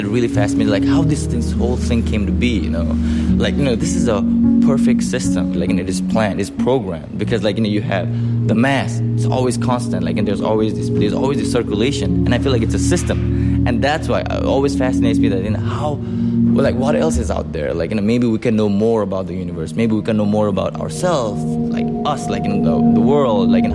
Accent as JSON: {"language": "English", "country": "Nepal", "moved": "as an adult", "lives_now": "Baltimore, United States"}